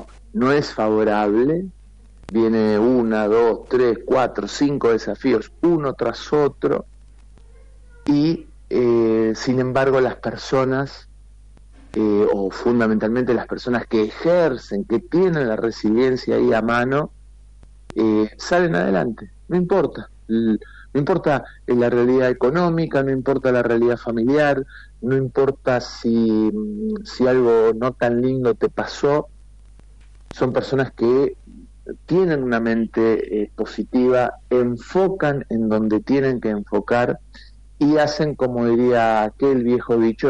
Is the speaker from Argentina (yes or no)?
yes; Argentina; Nosotros como sociedad argentina somos realmente muy, muy resilientes.